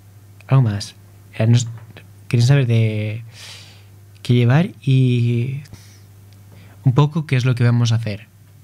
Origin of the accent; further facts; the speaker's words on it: Spain; moved away; yo soy español